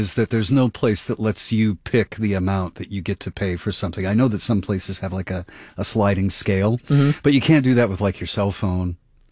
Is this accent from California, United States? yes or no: no; Minnesota, United States; Annette in Maplewood near my hometown, my little stomping grounds.